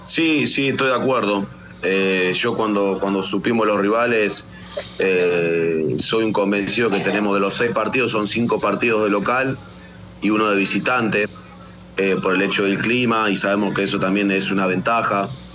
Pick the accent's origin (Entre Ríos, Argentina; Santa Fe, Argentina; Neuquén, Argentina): Santa Fe, Argentina; Rosario; Bueno, yo soy de Rosario y él tiene vive cerca de donde somos nosotros.